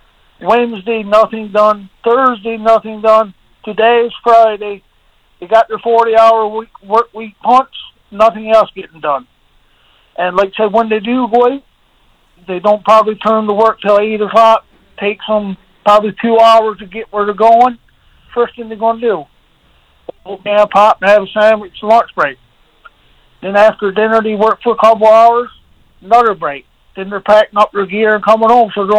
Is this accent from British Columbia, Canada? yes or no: no; Burgeo, Newfoundland and Labrador, Canada; now in Corner Brook, Canada; No, I'm in Cornerbrook, but I'm from Burgio.